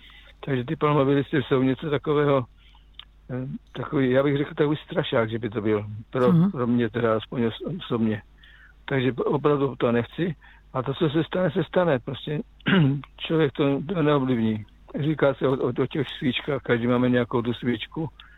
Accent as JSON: {"language": "Czech", "town": "Žeravice", "region": "South Moravian Region", "country": "Czechia", "tie": "born or raised there", "also_born_or_lived": "Kopřivnice", "said": "já jsem teda z Kopřivnice, ale vyrůstal jsem v Žeravicích, takže to je 6 km od Bzence."}